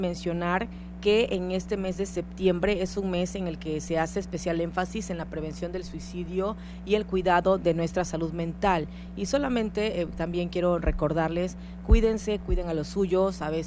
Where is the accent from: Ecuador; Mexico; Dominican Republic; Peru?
Mexico; Orgullosos, por supuesto, de ser mexicanos